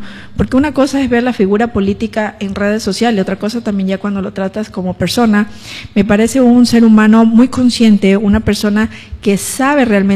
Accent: Montecristi, Manabí, Ecuador; Yo soy montecristense. Yo llevo la camiseta de Montecristi.

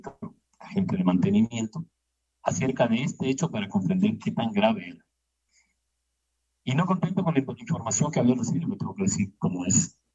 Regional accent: Quito, Pichincha, Ecuador; nos hace sentirnos orgullosos de lo que somos como quiteños

